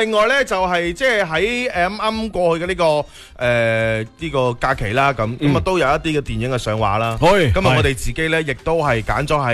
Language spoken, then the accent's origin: Cantonese; Guangdong, China; 大家都系广东人啦